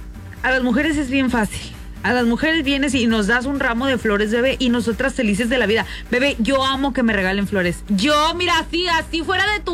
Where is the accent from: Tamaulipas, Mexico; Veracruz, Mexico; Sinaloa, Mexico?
Tamaulipas, Mexico; Altamira; Yo soy de Altamira también.